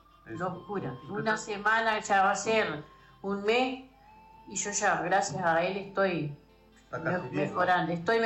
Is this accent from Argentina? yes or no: yes; Villa Constitución, Santa Fe, Argentina; Soy de Constitución, Villa Constitución de Elsa Cáceres.